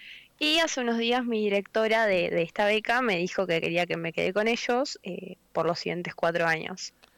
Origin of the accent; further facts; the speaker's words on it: Caleta Olivia, Santa Cruz, Argentina; moved away as an adult; also born or lived in La Plata; now in Cologne, Germany; Yo soy de Caleta Olivia, estudié en el Instituto Adventista y de ahí terminé la escuela y me fui a estudiar a la Universidad Nacional de La Plata.